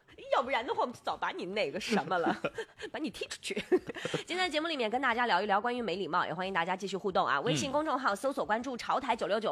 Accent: Inner Mongolia, China; 我们内蒙古人也不是个个会过肩摔。

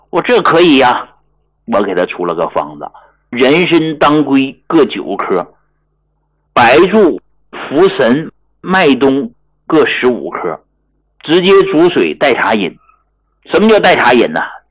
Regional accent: Hegang, Heilongjiang, China; moved away; 我是从农村出来的啊，我是来自黑龙江鹤岗这么一个偏远的一个小山村的那么个人，我从来就没忘记过我是一个农民，我是一个农民的儿子，我也是从农村走出来的

